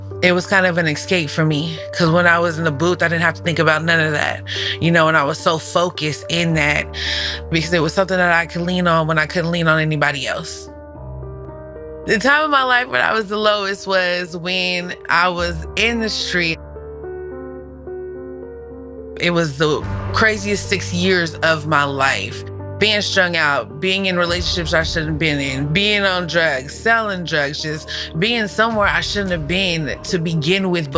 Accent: San Jose, California, United States; I am from San Jose, California, and I am a Christian rapper who pushes kingdom music.

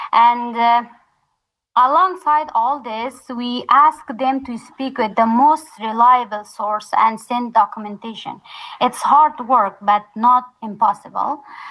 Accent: Takhar, Afghanistan; moved away as an adult; also born or lived in Pakistan; now in Tanzania; my hometown, Tahar

